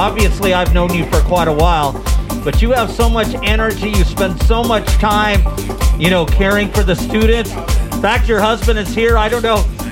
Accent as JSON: {"language": "English", "town": "Redlands", "region": "California", "country": "United States", "tie": "born or raised there", "said": "I grew up in Redlands, and I went to a private school from first to ninth grade, and I never went to a public school till I was in high school."}